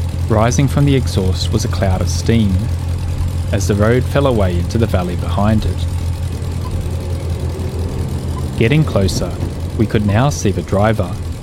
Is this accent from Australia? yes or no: yes; Australia; Maybe you've heard me around the place before. I'm the Australian guy with the flat tone and the funny accent.